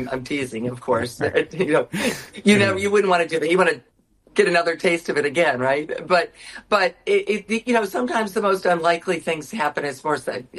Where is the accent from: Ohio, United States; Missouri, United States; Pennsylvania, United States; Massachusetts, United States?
Ohio, United States; Toledo; I'm a Midwesterner. I'm from the suburbs of Toledo, Ohio, so I don't necessarily have a New York bias by any means.